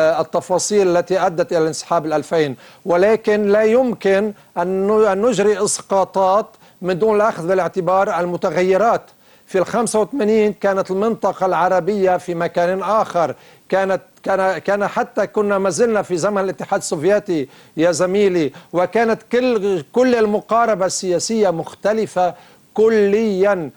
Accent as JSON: {"language": "Arabic", "country": "Lebanon", "said": "نحن همنا كلبنانيين"}